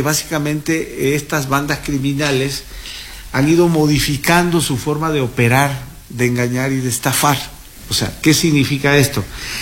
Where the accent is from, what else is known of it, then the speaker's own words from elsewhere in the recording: Mexico; como las mexicanas y mexicanos ya tenemos la sana costumbre de no contestar un número que no conocemos